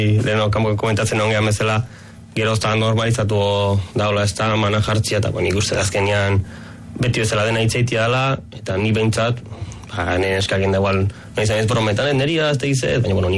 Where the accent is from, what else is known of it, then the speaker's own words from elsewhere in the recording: Basque Country, Spain; born there; ni Euskal Herrin jaio nintzen